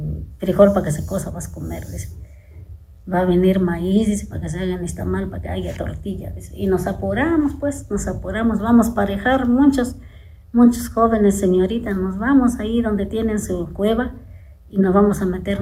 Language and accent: Spanish; Santa Ana Tepejillo, Mexico; Ajá, y ese es lo que hacemos aquí en mi pueblo de Santa Ana, Tepejillo.